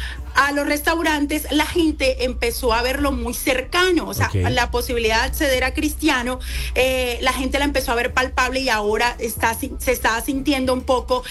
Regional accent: La Guajira, Colombia; sí, claro, es de mi pueblo, yo soy del lugar donde nació Lucho Díaz.

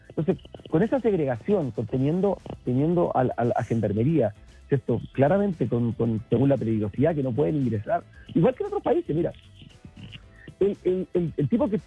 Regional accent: Chile

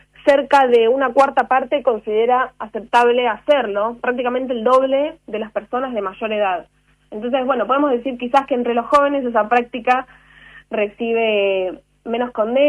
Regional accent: Argentina

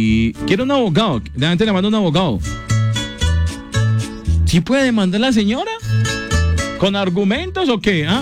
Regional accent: Colombia; Hombre, somos colombianos y resolvemos.

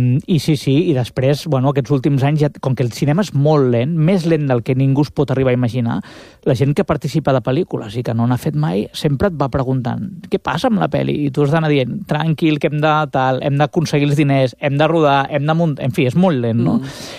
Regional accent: Barcelona, Catalonia, Spain; tu no em coneixes de res, sóc un cineasta de Barcelona

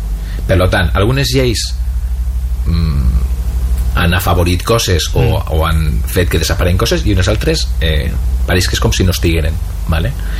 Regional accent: Moncofa, Valencian Community, Spain; Bueno, jo sóc abissinio. Vale, bueno, que per la gent que no sàpiga, abissinio som els que, que som del Grau.

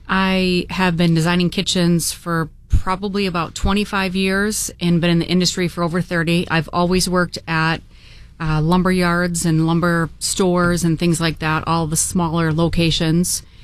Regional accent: Michigan, United States; moved away as an adult; now in New England, United States; So I have been in New England for just about 20 years now. I'm a transplant from the Midwest. I grew up in Michigan. About 20 years ago, I had an opportunity to come to New England with my children

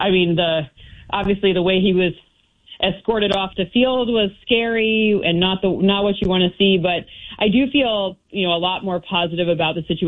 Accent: Midwest, United States; I'm a Midwesterner. I understand his interviews did not necessarily go over the way that a Midwestern audience might like to hear.

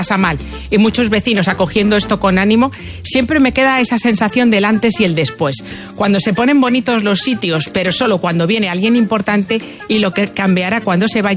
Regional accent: Andorra; Yo no tengo puntos porque soy de Andorra, allí no hay puntos.

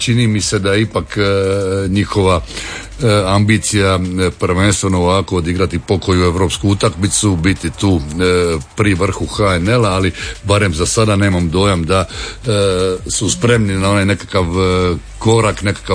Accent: Croatia; kod nas u Hrvatskoj

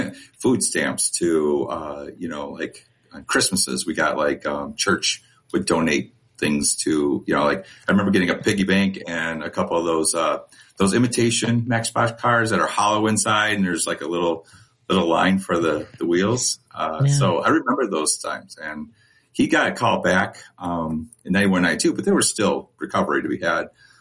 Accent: Sandwich, Illinois, United States; also born or lived in Serena, Illinois; I grew up in Sandwich, Illinois.

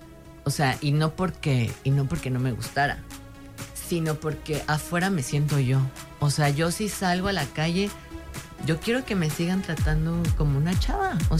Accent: Mexico City, Mexico; now in Puerto Vallarta, Mexico; yo que vengo de la Ciudad de México

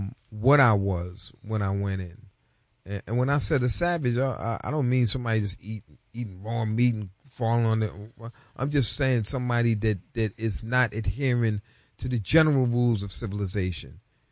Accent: New York City, New York, United States; I grew up in the Bronx and in Harlem

